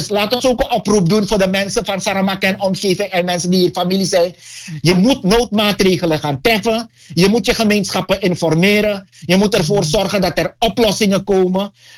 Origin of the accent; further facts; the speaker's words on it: Suriname; now in Netherlands; en als ik zeg van ik ben Surinamer, dan lijkt het alsof ik een Surinaams paspoort heb.